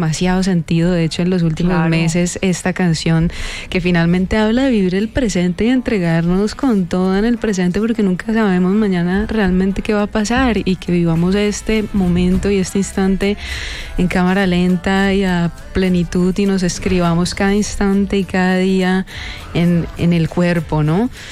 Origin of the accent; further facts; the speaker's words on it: Cali, Valle del Cauca, Colombia; moved away; mi regreso a Cali, que ha sido muy, muy inspirador, volver a mi tierrita